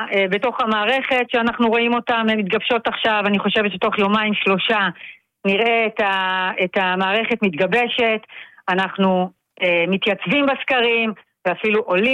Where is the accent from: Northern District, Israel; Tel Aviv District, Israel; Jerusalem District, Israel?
Northern District, Israel; Migdal HaEmek; אני גדלתי במגדל העמק, באמת גדלתי בבית מסורתי, ימני. ליקודי מאוד.